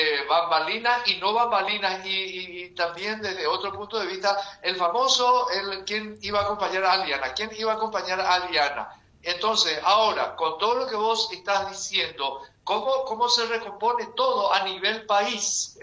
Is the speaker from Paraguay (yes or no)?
yes; Paraguay; nosotros personalmente como ciudadanos paraguayos